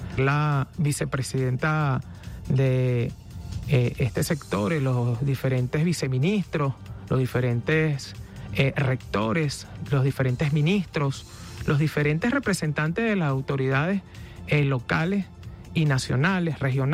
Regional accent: Venezuela; unirnos todos como venezolanos, como hermanos

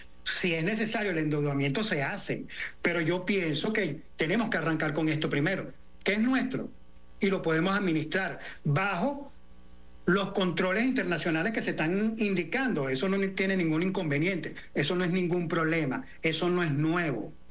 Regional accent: La Guaira, Venezuela; todas las familias que conozco, porque soy de La Guaira

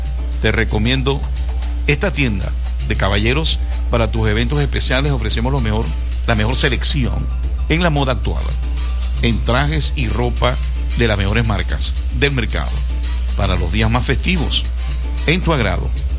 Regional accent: Venezuela; Qué buenos somos los venezolanos

